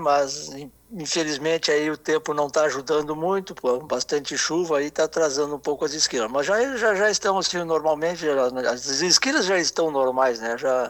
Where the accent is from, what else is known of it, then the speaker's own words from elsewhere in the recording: Bagé, Rio Grande do Sul, Brazil; born there; now in São Gabriel, Brazil; principalmente a cidade de Bagé, aí, que é a minha cidade, né, a cidade onde eu nasci.